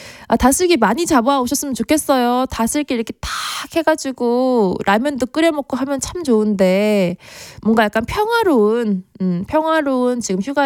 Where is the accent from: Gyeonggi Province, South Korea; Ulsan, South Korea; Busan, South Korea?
Gyeonggi Province, South Korea; Hwaseong; 출신이긴 한데 더 어렸을 때는 화성에서 살았어요.